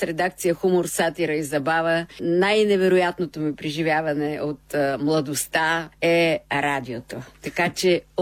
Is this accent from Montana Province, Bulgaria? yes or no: no; Sofia, Sofia City, Bulgaria; О, най-прекрасния град София. Защото аз съм родена на Шейново улицата.